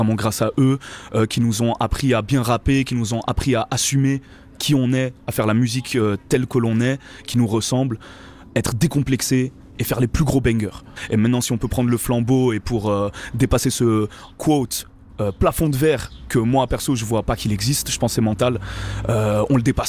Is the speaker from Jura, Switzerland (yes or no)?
no; Geneva, Switzerland; je viens de Genève, que je suis suisse.